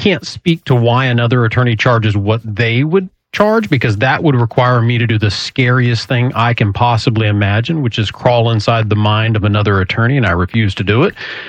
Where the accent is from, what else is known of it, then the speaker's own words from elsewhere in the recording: Florida, United States; I have not been in a pawn shop. However, that's I have cool. done a flea market because I grew up in Polk County.